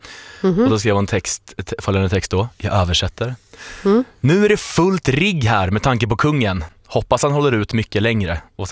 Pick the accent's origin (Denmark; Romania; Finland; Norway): Norway; now in Sweden; En kollega, inte någon här i radiohuset, tyvärr, utan i mitt hemland Norge.